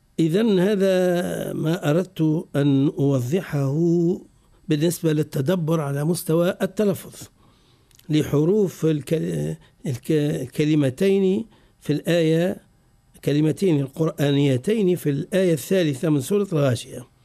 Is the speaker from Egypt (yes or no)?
no; Tunisia; زاد محلي عندنا في تونس في بعض المناطق